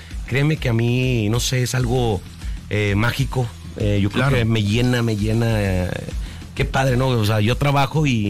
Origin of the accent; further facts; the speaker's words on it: Chihuahua, Mexico; moved away as an adult; now in Mexico City, Mexico; Yo me vine a la Ciudad de México a los 18 años, emigré de Chihuahua para acá, para la Ciudad de México.